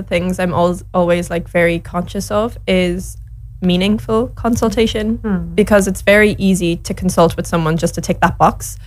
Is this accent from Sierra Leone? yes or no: no; Ireland; I'm an Irish white person.